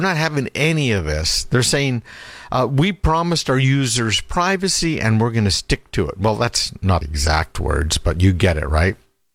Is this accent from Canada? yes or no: yes; Canada; I remember growing up in Canada, they had Lipton tea.